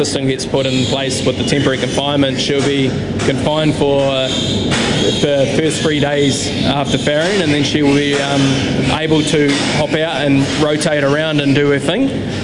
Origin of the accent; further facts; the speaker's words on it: Opunake, Taranaki, New Zealand; from Stanley Bros here in Openeki, Taranaki.